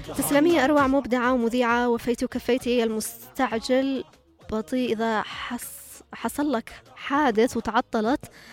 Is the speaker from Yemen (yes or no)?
yes; Yemen; صغار السن عندنا في اليمن أكثر